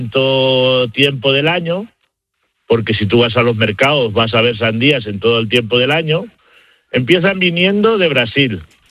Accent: Spain; Porque yo soy español y mi mujer es brasileña.

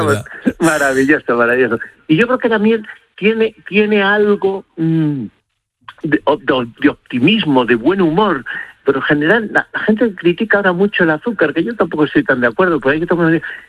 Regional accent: Castile and León, Spain

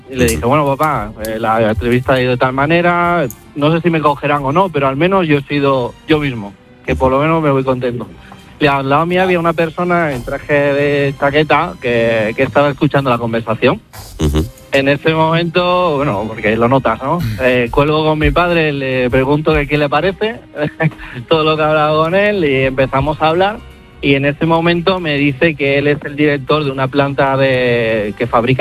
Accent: Jerez de la Frontera, Andalusia, Spain; Pues yo estudié biología en la Facultad de Sevilla, soy de Jerez de la Frontera.

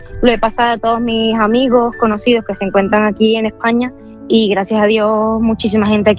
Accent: Venezuela; now in Spain; Valencia, que es un estado que se encuentra en mi país.

